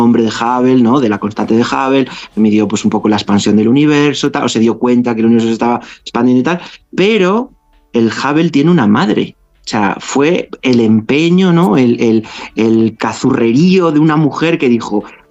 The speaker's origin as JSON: {"language": "Spanish", "region": "Galicia", "country": "Spain", "moved": "yes", "lives_now": "Madrid, Spain", "said": "yo que soy gallego, de hecho, llegué ayer de Galicia"}